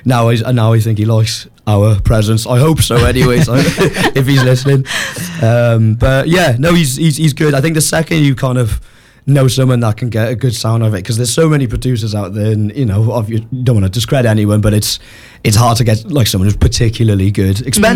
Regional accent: Wales, United Kingdom; So that old saying, I'm Welsh, I can't help it.

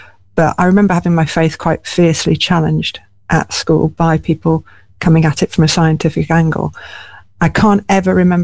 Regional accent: Hull, Yorkshire and the Humber, United Kingdom; I grew up in Hull

